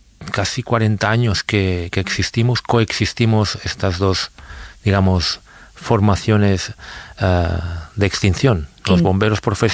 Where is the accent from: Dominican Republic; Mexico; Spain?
Spain; Sant Sadurní d'Anoia, Catalonia; born or raised there